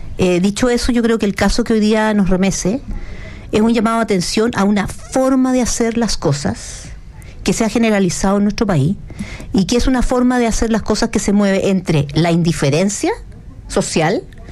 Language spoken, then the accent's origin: Spanish; Chile